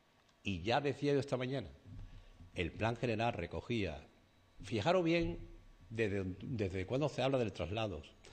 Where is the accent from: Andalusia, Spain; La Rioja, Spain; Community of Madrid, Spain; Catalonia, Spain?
Andalusia, Spain; Sanlúcar de Barrameda